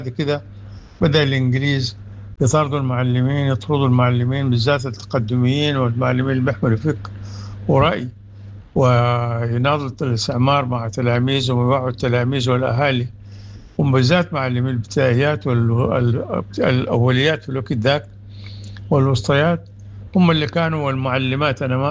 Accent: Sudan

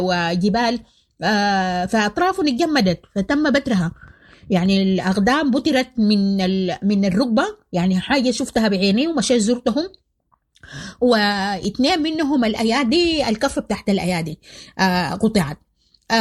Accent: Sudan; moved away; وكنت أنا يعني سودانية

